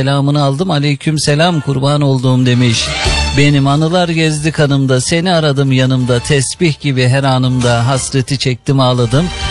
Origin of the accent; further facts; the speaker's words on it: Zonguldak, Turkey; Zonguldak'ımızın sanatçısı, hem hemşerimiz.